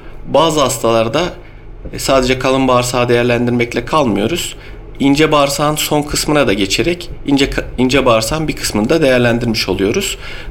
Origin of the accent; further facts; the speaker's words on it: Bolvadin, Afyonkarahisar, Turkey; born there; Afyon Bolvedin doğumluyum.